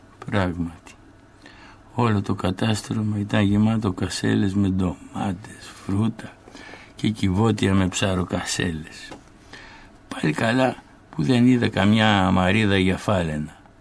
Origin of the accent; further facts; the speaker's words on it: Athens, Attica, Greece; «Νο», απάντησα, «je suis Athènes», δηλαδή από της Αθήνας.